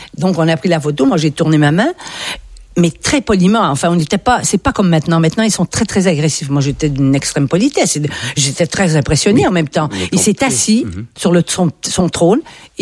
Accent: Quebec, Canada

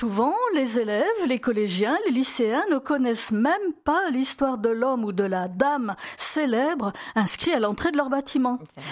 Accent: Algeria; born there; moved away; je suis en Algérie

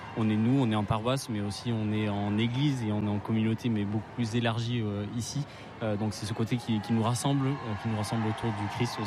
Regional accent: Nantes, Pays de la Loire, France; On vient de Nantes.

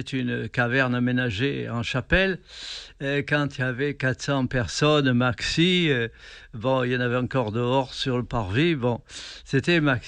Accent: Provence-Alpes-Côte d'Azur, France; chez nous, en Provence

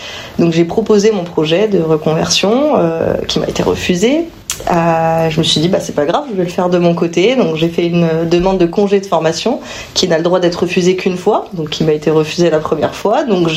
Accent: Chalon-sur-Saône, Bourgogne-Franche-Comté, France; Oui, moi je suis native de Chalon.

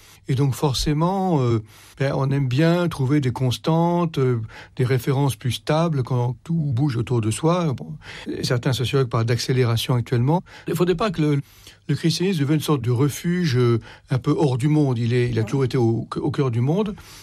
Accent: France; Qu'on soit patriote, parce que bon, on est français, donc on est solidaire de la France

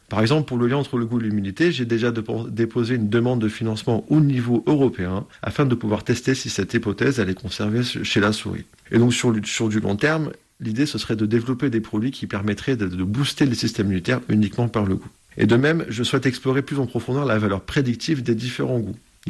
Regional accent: Toulouse, Occitanie, France; Alors, donc à l'origine, je suis de Toulouse, donc j'ai fait mes études à l'université de Toulouse-Paul Sabatier.

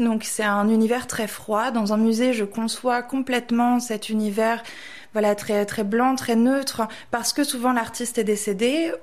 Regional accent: Pont-Aven, Brittany, France; born there; moved away; Je suis née en Bretagne. J'ai toujours nourri l'idée et l'envie de revenir vivre en Bretagne. Et c'est aujourd'hui chose faite. J'ai ouvert la galerie il y a 5 ans. Et je me suis à nouveau installée ici, sur la place Julia à Pont-Aven

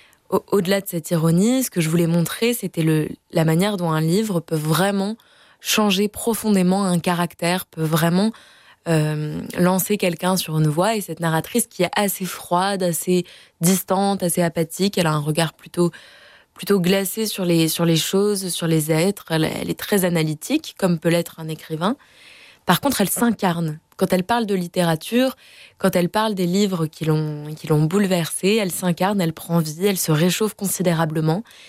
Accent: Marseille, Provence-Alpes-Côte d'Azur, France; je suis marseillaise.

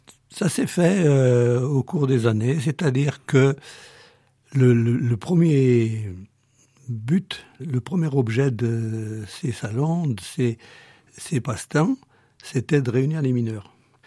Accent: Saint-Étienne, Auvergne-Rhône-Alpes, France; chez nous, à Saint-Étienne, c'était surtout des gens de la langue, de la lyonnaise.

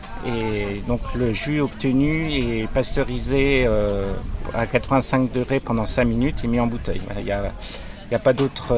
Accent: Épernay, Grand Est, France; Oui, je suis un Marnais pur jus puisque je suis né à Épernay.

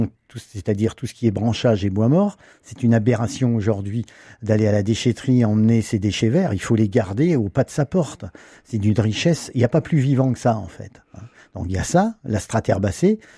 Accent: Brittany, France; Moi, je l'observais sur la Sèvre nantaise, puisque je suis breton d'origine.

